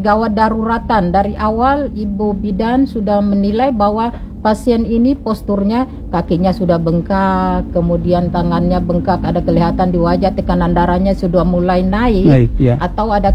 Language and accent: Indonesian; Maluku, Indonesia; kita orang Maluku